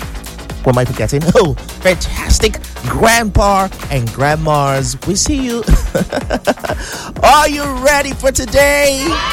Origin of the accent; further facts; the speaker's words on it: Enugu, Enugu State, Nigeria; There used to be a time while I was growing up in Enugu